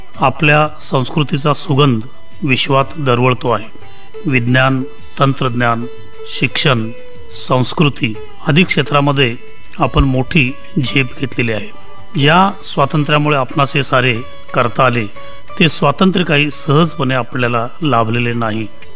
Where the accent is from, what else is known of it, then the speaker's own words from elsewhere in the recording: Manjari, Karnataka, India; कृष्णा नदीच्या काठावरील मांजरी हे त्यांचे गाव. मीही याच गावचा